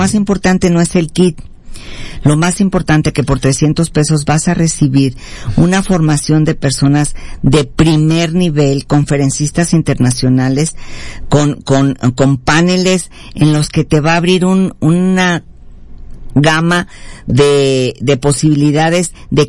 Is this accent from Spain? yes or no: no; Mexico; como yo soy católica, pero como ciudadana mexicana